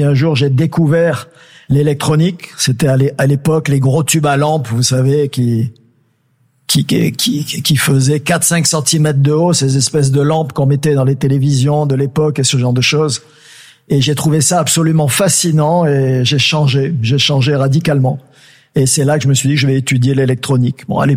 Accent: Southern France, France; moved away as an adult; also born or lived in Burkina Faso / Angers, France; now in Haiti; Et j'ai grandi dans le sud de la France de 6 ans jusqu'à 17-18 ans, jusqu'à l'année où j'ai passé mon bac. Après, je suis parti à Angers pendant 5 ans, dans cette école d'ingénieur.

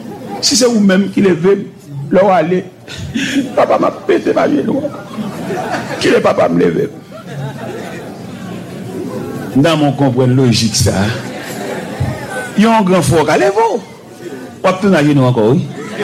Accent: Montreal, Quebec, Canada; Je suis de Montréal, je vais rentrer à Haïti, et puis je suis à Paris.

